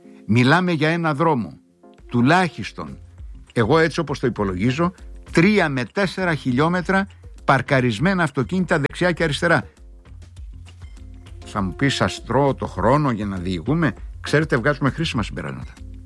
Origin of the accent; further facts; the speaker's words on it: Crete, Greece; λιράριδες που λέμε στην Κρήτη